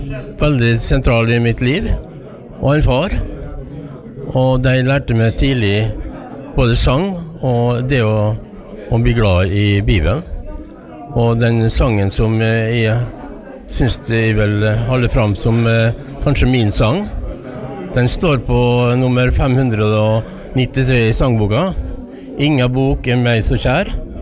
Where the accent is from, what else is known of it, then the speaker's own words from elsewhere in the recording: Isfjorden, Møre og Romsdal, Norway; Og jeg kommer fra Isfjorda.